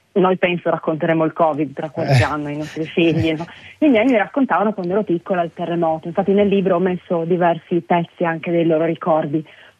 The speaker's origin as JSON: {"language": "Italian", "town": "Villesse", "region": "Friuli-Venezia Giulia", "country": "Italy", "tie": "born there", "said": "Sì, esatto, sono nata a Villesse."}